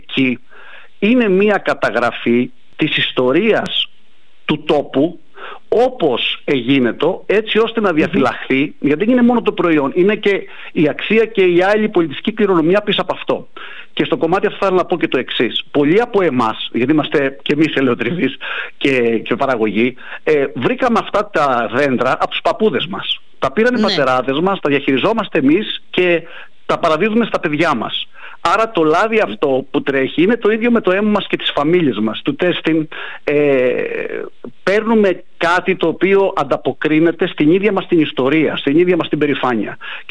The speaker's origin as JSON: {"language": "Greek", "country": "Greece"}